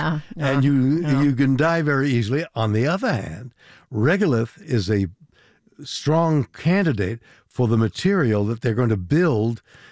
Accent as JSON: {"language": "English", "country": "Canada", "lives_now": "United States", "said": "although I'm a Canadian."}